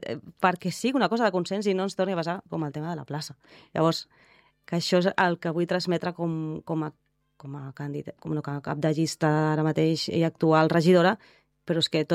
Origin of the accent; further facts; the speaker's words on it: Sant Feliu, Catalonia, Spain; al final és el meu poble i de la meva família.